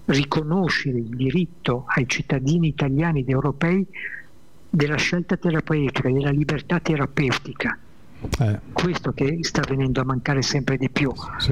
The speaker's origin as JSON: {"language": "Italian", "town": "Milan", "region": "Lombardy", "country": "Italy", "tie": "born or raised there", "said": "io sono nato a Milano"}